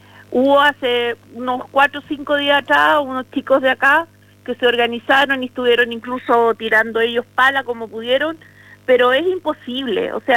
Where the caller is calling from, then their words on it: Chile; todos somos chilenos, todos somos habitantes de este territorio